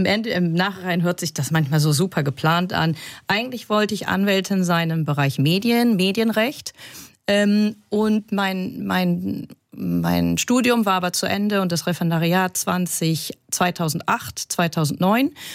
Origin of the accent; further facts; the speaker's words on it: Bremen, Germany; moved away as an adult; also born or lived in Osnabrück / Hamburg / Florence / Rome; now in Switzerland; ursprünglich komme ich aus Bremen, Hanseatin dritter Generation, habe in Osnabrück studiert, habe dann in Hamburg promoviert. Dann war ich dreimal in Italien in meinem Leben. Ich habe in Italien ein Semester studiert, in Florenz.